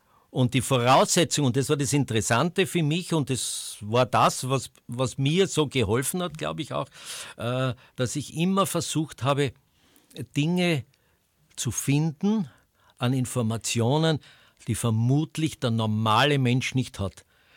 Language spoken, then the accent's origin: German; Graz, Styria, Austria; Als erstes habe ich ja Fußball gemacht als Grazer, bevor ich dann hinaus in die weite Welt durfte